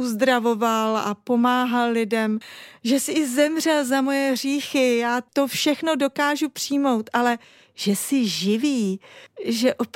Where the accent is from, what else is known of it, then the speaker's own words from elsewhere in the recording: Pardubice, Pardubice Region, Czechia; jsem z Pardubic, z církve bratrské a učím na základní křesťanské škole Noé na prvním stupni.